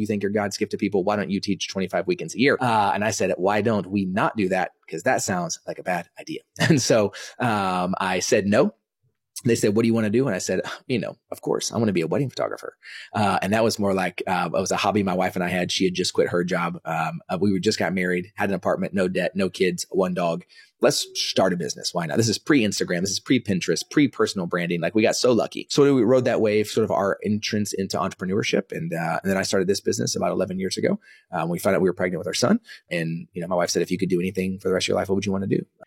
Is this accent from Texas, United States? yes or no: yes; Dallas, Texas, United States; born or raised there; also born or lived in Kansas